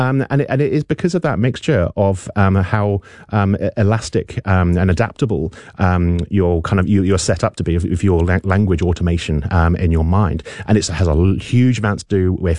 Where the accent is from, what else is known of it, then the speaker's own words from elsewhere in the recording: England, United Kingdom; accent: English; moved away as an adult; now in New Zealand; I cannot shake my English accent as much as my friends in England would say that I kind of picked up a bit of a Kiwi accent.